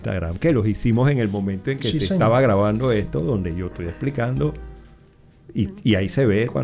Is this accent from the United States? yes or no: no; Bocas del Toro, Panama; moved away; Mi papá y mi abuelo son los dos de Isla Colón, son bocatoreños. Yo viví mi infancia en Boca.